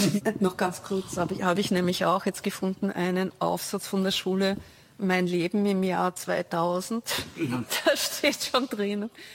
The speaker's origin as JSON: {"language": "German", "town": "Düsseldorf", "region": "North Rhine-Westphalia", "country": "Germany", "accent": "Düsseldorf dialect", "said": "ich habe damals den totalen Düsseldorfer Dialekt gehabt."}